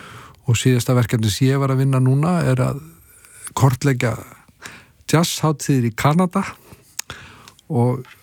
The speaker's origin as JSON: {"language": "Icelandic", "town": "Kópavogur", "region": "Capital Region", "country": "Iceland", "tie": "born or raised there", "also_born_or_lived": "New York", "said": "Já, já, ég elst upp í Kópavogur."}